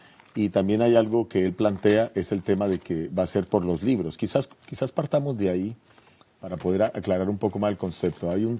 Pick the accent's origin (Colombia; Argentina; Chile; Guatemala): Colombia; como este es un concepto que se ha utilizado en mi país, Colombia